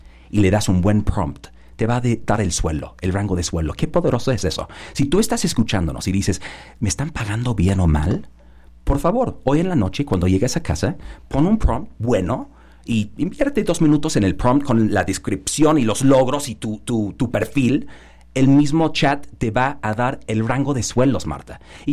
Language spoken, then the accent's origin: Spanish; London, United Kingdom; Spanish is a second language; moved away as an adult; now in Mexico City, Mexico; Yo soy de Londres, perdón este acento. Ya mexicano de corazón